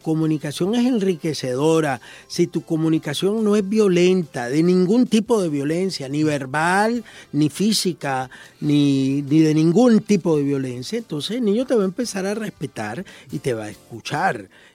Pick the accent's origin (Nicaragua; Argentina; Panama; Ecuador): Nicaragua; born there; yo soy nacido también en Nicaragua